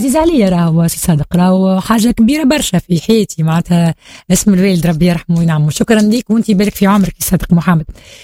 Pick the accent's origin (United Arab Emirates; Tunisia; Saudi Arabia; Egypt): Tunisia; accent: Tunisian Darija; بلهجتنا الدارجه التونسيه